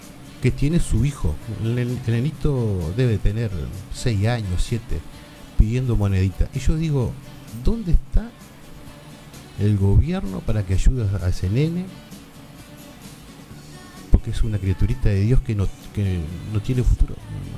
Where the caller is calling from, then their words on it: Argentina; yo vivo en La Bianca.